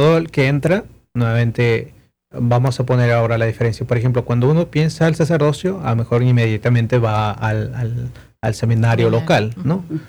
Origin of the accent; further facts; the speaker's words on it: Mexico; now in United States; Yo, que soy el único mexicano que entré aquí, y por supuesto americano.